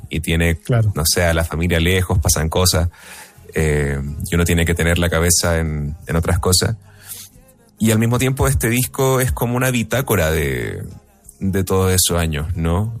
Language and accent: Spanish; Chile; now in Mexico City, Mexico; Somos todos chilenos.